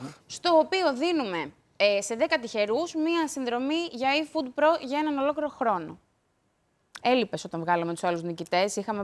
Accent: South Aegean, Greece; Είμαι κυκλαδίτης εγώ

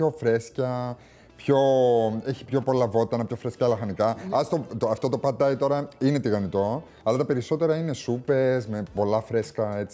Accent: Cyprus; επειδή είμαι και από την Κύπρο

